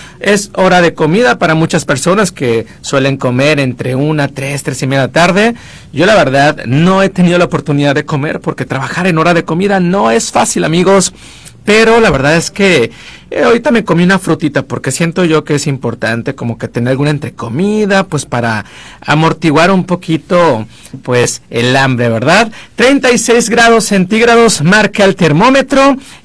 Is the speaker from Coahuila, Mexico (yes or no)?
no; San Ignacio, Sinaloa, Mexico; yo que soy de San Ignacio